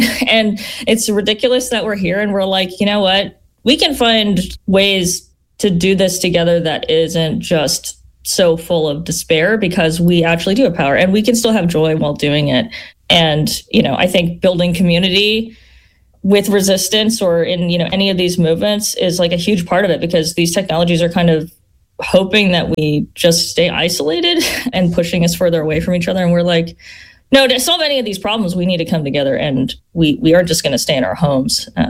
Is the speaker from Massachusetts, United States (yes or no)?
no; Las Vegas, Nevada, United States; I'm from Las Vegas, by the way.